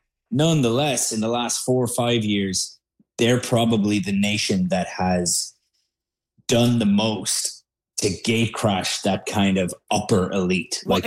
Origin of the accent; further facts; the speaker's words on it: Ireland; moved away as an adult; now in Canada; I'm from Ireland myself. I've been in Canada. I've been in Canada 12, 13 years.